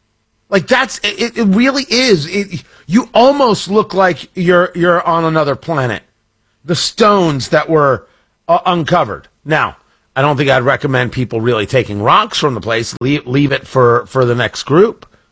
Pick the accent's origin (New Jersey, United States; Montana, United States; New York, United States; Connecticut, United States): New Jersey, United States; Middletown; I grew up in Middletown, New Jersey, and we had a place near us called Poricy Park.